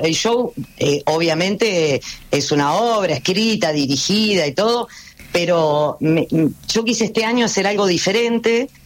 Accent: Buenos Aires Province, Argentina; me fui al conurbano bonaerense, donde soy yo

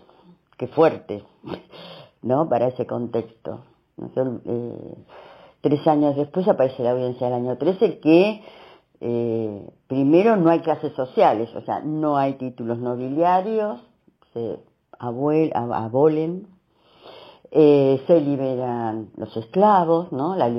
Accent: Argentina; somos argentinos

